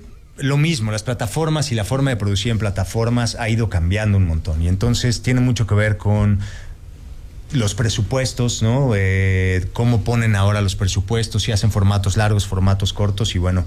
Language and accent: Spanish; Mexico; nos ha permitido como mexicanos